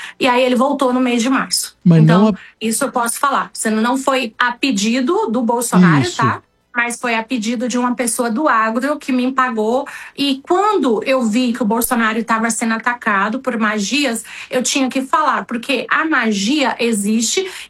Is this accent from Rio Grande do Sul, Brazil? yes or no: no; Brasília, Federal District, Brazil; born there; now in Balneário Camboriú, Brazil; Eu nasci em Brasília, tá? Fui morar em Santa Catarina, Balneário Camboriú. Tem 14 anos que moro lá.